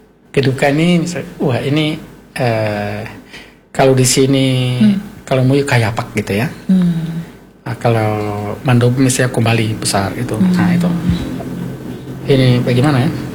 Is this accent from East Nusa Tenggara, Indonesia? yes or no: yes; East Nusa Tenggara, Indonesia; Wolobobo itu kampung saya tuh.